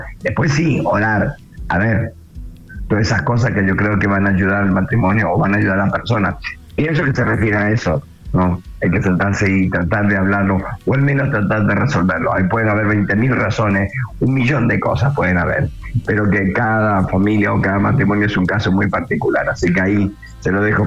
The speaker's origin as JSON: {"language": "Spanish", "country": "Argentina", "said": "obviamente que tengo que soy argentino y me gusta que Argentina gane"}